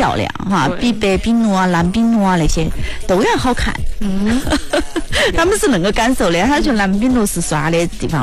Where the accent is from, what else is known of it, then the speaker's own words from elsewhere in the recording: Chongqing, China; 我们重庆人